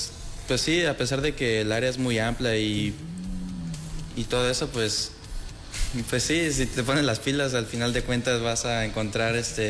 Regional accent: Jalisco, Mexico; now in Yucatán, Mexico; yo soy de Jalisco, entonces vine por esa parte del trabajo de mi papá, por eso me vine a vivir aquí.

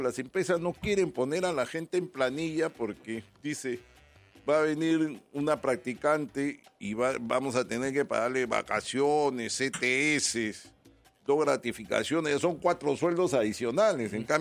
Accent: Peru

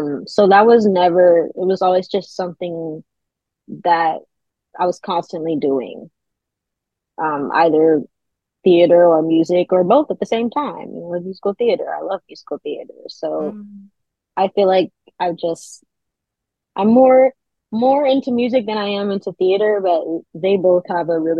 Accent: New York, United States

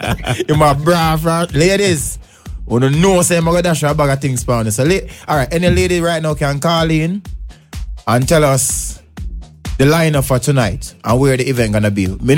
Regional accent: Jamaica; as a Jamaican selector

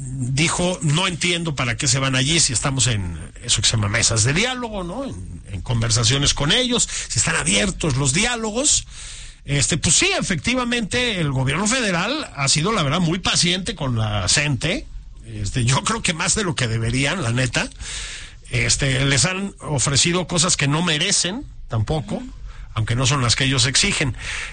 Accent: Mexico; Así es. Somos mexicanos y te lo podemos decir.

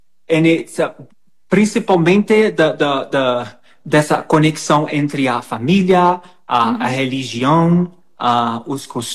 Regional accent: Brazil; Spanish is a second language; Yo soy brasileño. Yo crecí asistiendo a telenovelas uh-huh. brasileñas, telenovelas mexicanas.

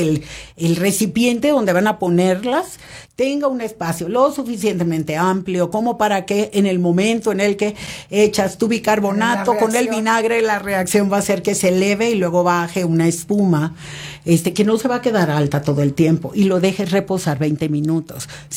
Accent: Tabasco, Mexico; born or raised there

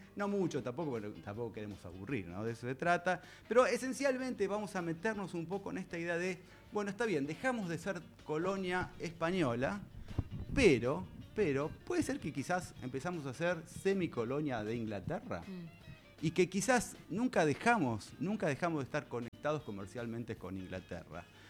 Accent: Argentina; soy argentino tan patriota como muchos otros.

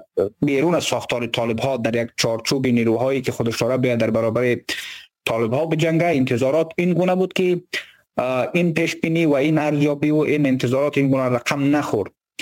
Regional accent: Badakhshan, Afghanistan; از بدخشان هستیم

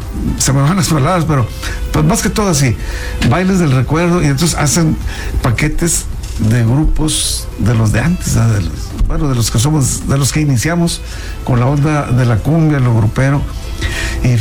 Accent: Montemorelos, Nuevo León, Mexico; born there; also born or lived in Linares, Nuevo León; Soy hijo adoptivo de Montemorelos, sí, pues a los 9 años ya nos cambiamos de Linares a Montemorelos, y hasta la fecha, pues ya soy del 60

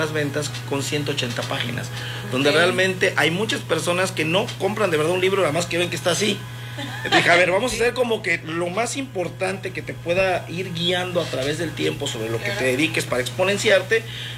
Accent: Veracruz, Mexico; pero más que nada siendo veracruzano, siendo jarocho, ¿verdad? De hueso colorado.

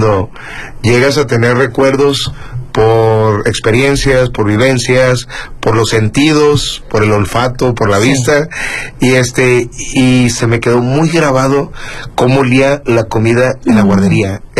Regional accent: Los Cabos, Baja California Sur, Mexico; also born or lived in La Paz; nací aquí, en La Paz. Justo eso te iba a apuntar. Aquí pasé mis primeros 2 años, mis papás trabajaban aquí, después nos fuimos a Los Cabos, ahí, hasta secundaria, y en la preparatoria ya me regresé a La Paz

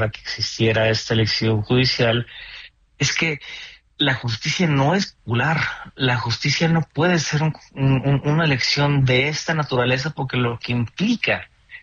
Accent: Mexico; como los mexicanos y las mexicanas la conocemos hoy en día

